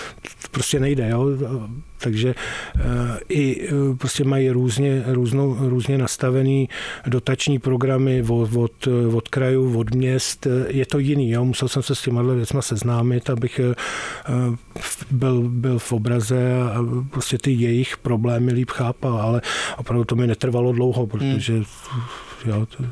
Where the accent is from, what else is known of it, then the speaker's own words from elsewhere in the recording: Prague, Czechia; jsem z Prahy, celý život jsem prožil v Praze